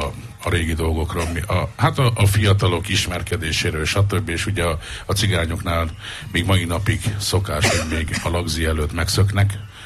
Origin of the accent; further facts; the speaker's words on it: Hungary; Én nagy öcsödén nevelkedtem